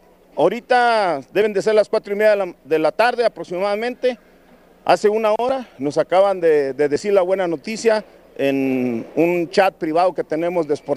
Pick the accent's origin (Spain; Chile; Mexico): Mexico; ¿Somos primero los mexicanos o no?